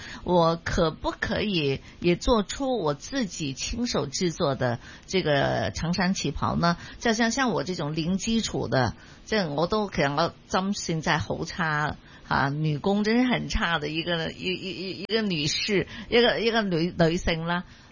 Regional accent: Hong Kong; 其实中药我哋香港人又陌生喎

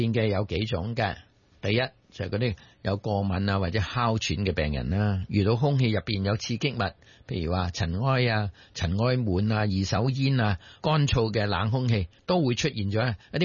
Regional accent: Guangdong, China; 我哋广东人咧叫舌头做利噶嘛，

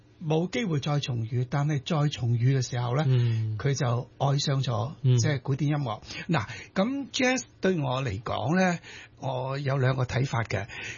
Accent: Chaozhou, Guangdong, China; 我是潮州人。我係潮州人。

